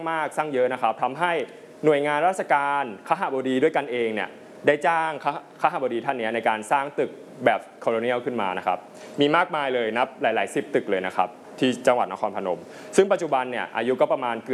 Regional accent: Ang Thong, Thailand; คุณครูเป็นคนจังหวัดอะไรครับทราบไหมจังหวัดอ่างทองครับ

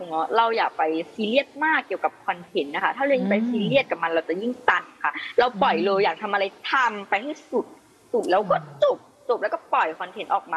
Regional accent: Phang Nga, Thailand; หนูต้องบอกว่าแม่หนูเป็นคนอีสานค่ะอุดรค่ะแต่พ่อต้องอยู่ภาคใต้ค่ะ

